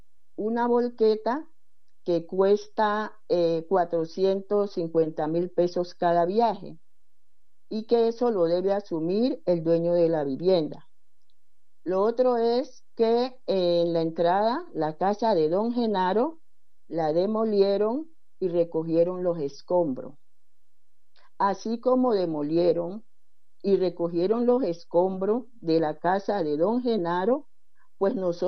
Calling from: Buenaventura, Valle del Cauca, Colombia; líder comunal del distrito de Buenaventura y resido en el barrio El Capricho.

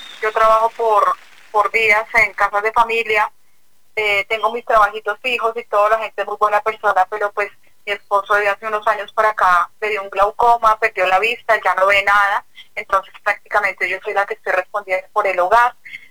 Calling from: Bogotá, Colombia; De Bosa, Brasil.

